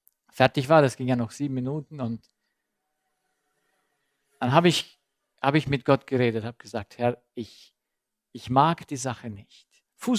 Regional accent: Saxony, Germany; Ich sehe mich als Deutscher.

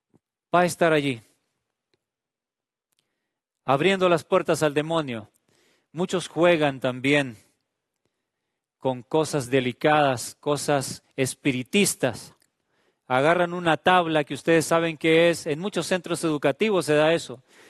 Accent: Honduras; como decimos popularmente en mi país, en Honduras.

